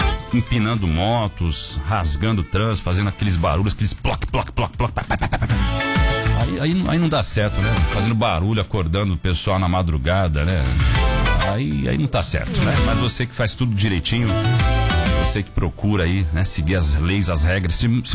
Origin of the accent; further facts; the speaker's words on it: São Bernardo, Brazil; São Bernardo, minha terra